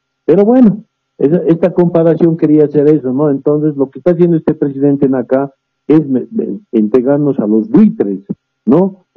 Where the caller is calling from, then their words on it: El Alto, La Paz, Bolivia; de la ciudad del Alto.